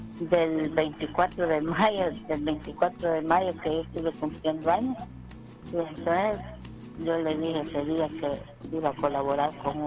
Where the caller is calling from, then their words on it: Ahuachapán, El Salvador; Yo soy de aquí, de Aguachapán.